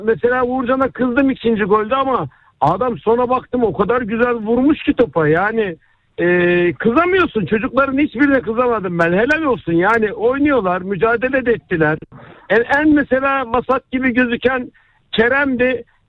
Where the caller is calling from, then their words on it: Istanbul, Turkey; ben İstanbul'dan arıyorum.